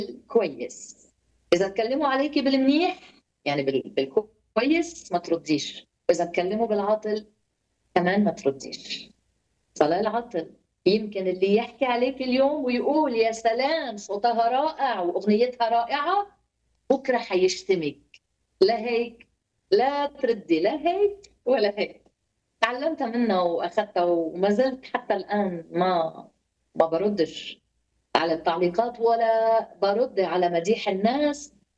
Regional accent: Lebanon; عندنا في لبنان نقول تفشيخ

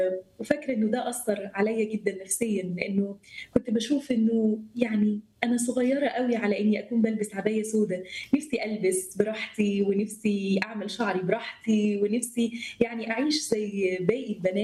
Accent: Saudi Arabia; born there; أنا عمري 33 سنة، متجوزة شاب جميل خالص اسمه أندرو. أنا اتولدت في السعودية.

